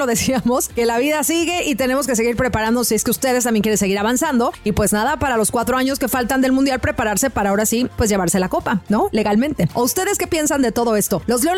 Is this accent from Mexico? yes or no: yes; Mexico; Pregúntenme a mí, si soy mexicana, pues cómo no va a doler que pierda uno, ¿verdad?